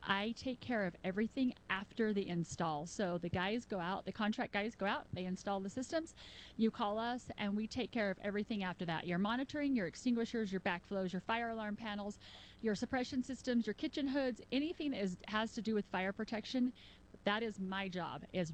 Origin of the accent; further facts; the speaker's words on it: Bloomfield, New Mexico, United States; also born or lived in Socorro, New Mexico; I am a New Mexico girl, Northwest New Mexico. I was born in Socorro. Technically, I grew up in Bloomfield my whole life. I've been in this area my entire 51 years.